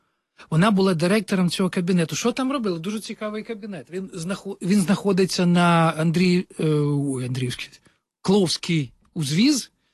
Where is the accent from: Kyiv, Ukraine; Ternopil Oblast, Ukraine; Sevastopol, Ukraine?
Kyiv, Ukraine; also born or lived in Popilnia, Zhytomyr Oblast; А, ні, народився я виріс на у Сталінка. Народився я ПГТ Попільня. Я там прожив років 3, десь я не пам'ятаю цього. Там ми потім переїхали.